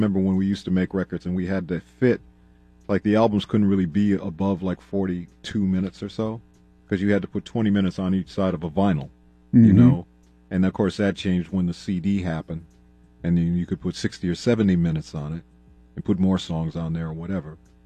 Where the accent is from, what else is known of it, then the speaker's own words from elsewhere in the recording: Minneapolis, Minnesota, United States; I'm proudly from, born and raised in Minneapolis. Grew up here my whole life.